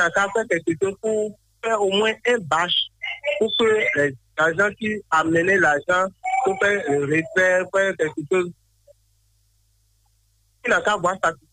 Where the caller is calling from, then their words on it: Porto-Novo, Ouémé, Benin; je vous appelle depuis Port-Novo ce matin.